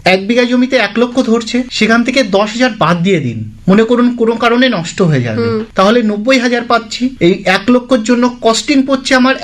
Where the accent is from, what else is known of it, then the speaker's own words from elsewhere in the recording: Kashtodanga, West Bengal, India; আমার গ্রাম কাষ্টডাঙ্গা, police station Haringhata, district Nadia